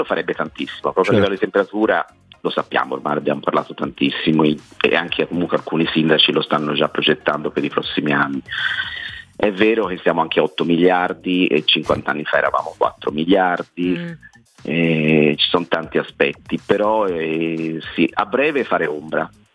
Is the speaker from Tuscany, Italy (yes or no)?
yes; Florence, Tuscany, Italy; perché poi sono fiorentino